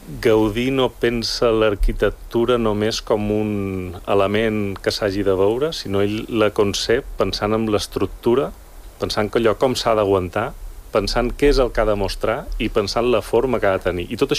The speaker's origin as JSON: {"language": "Catalan", "region": "Balearic Islands", "country": "Spain", "moved": "as an adult", "lives_now": "Barcelona, Spain", "said": "jo som de Mallorca"}